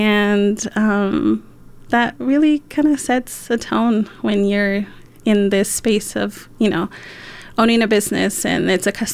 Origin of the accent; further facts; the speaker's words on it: Utah, United States; I was raised in Utah County